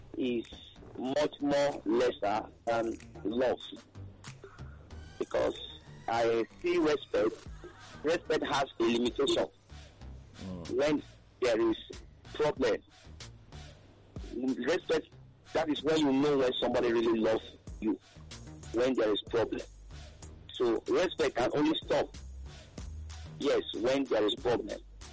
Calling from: Egbeda, Lagos, Nigeria; I'm calling from Egbeda.

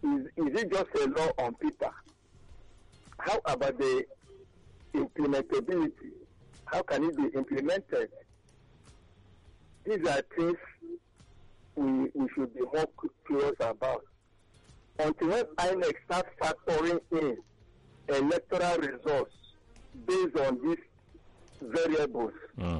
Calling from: Iba, Nigeria; I'm calling from Eba.

